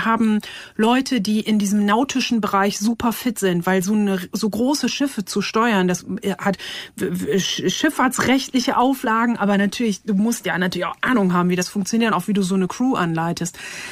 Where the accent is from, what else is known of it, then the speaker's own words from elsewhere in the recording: Lower Saxony, Germany; ich komme aus Ostfriesland, ich kenne das halt auch, dann setzt man sich aufs Boot und fährt so raus aufs Meer.